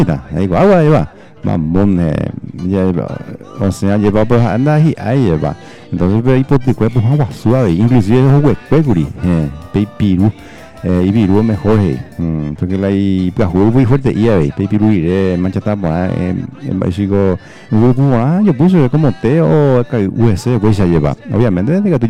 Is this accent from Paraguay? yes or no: yes; Paraguay; ya cumplí ya llevo como buen paraguayo paraguayo costilla